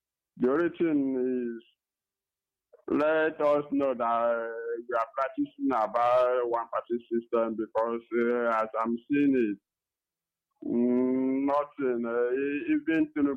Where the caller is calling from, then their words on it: Nigeria; I'm calling from Akamango.